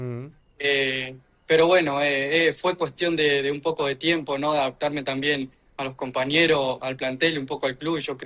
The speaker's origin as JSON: {"language": "Spanish", "town": "San Justo", "region": "Santa Fe", "country": "Argentina", "said": "Bueno, Martín, yo vengo de... Yo soy de San Justo, Santa Fe."}